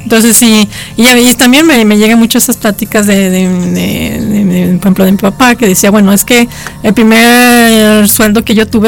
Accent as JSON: {"language": "Spanish", "region": "Aguascalientes", "country": "Mexico", "said": "yo sí soy de Aguascalientes."}